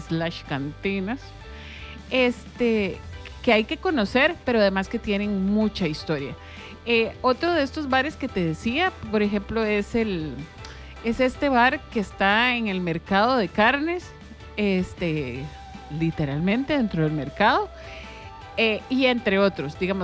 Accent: Guadalupe, San José, Costa Rica; Yo soy de Guadalupe, de la familia de el señor que tuvo la Nochebuena durante mucho tiempo.

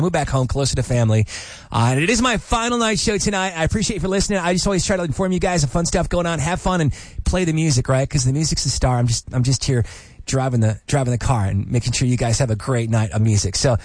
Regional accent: Wisconsin, United States; I've been part of the night show here for the past year, or maybe a little longer than that, but I'm originally from Wisconsin. I'm a big cheesehead.

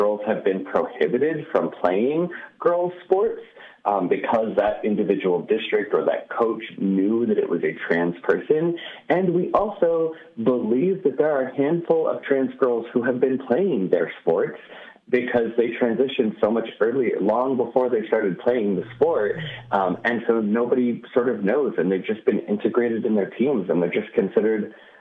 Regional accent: Alamogordo, New Mexico, United States; I'm from Alamogordo, New Mexico, so it was a little higher, maybe 12 or 15

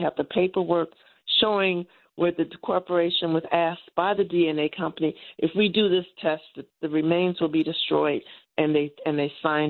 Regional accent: Nigeria; moved away; I come from Nigeria, that used to be called the Slave Coast.

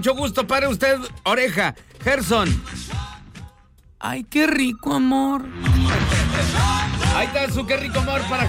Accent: Mexico; pues soy mexicano

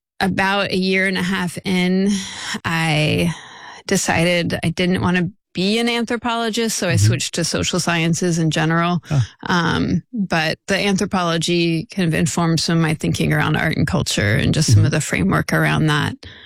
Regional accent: Florida, United States; moved away as an adult; also born or lived in Oklahoma; now in Eureka, United States; the other part of my family is from Florida. So grew up in the panhandle. So the lower Alabama part of Florida. Mm-hmm. And, you know, that's like the Gulf of Mexico, so lots of like white sand beaches, oak trees, bayous

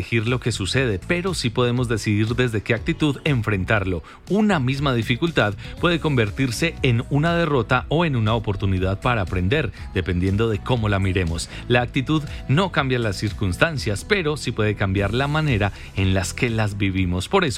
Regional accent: Colombia; Y ellos saben cómo somos los colombianos.

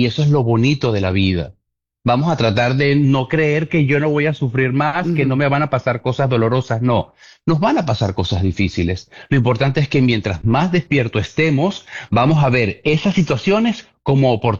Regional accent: Venezuela

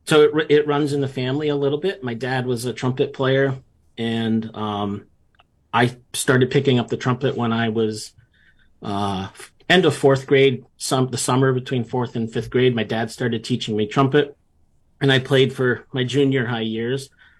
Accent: North Branford, Connecticut, United States; Yeah, I grew up in North Branford, which is in New Haven County on the shoreline in Connecticut.

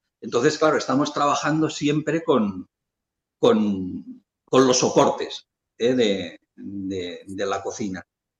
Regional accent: Lleida, Catalonia, Spain; en una excavación cerca de Lleida, que es de donde yo soy.

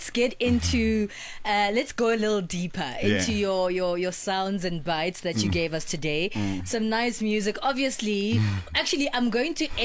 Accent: South Africa; Like, I'm South African, it doesn't matter where I am in the world.

